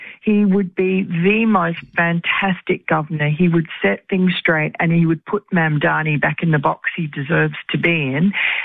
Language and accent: English; Queens, New York, United States; born there; I mean, I was born in Queens, like the president.